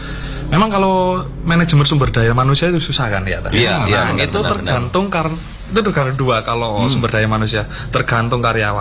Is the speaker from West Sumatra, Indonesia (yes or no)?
no; Malang, East Java, Indonesia; also born or lived in Wonogiri; Tapi kalau dari kecil memang sekolahnya di Malang.